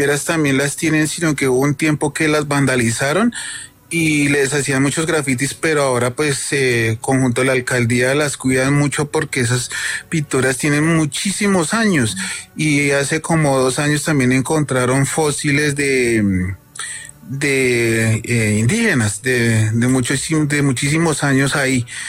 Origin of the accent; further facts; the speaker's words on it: Facatativá, Cundinamarca, Colombia; born there; Para los que vivimos en Facatativá toda la vida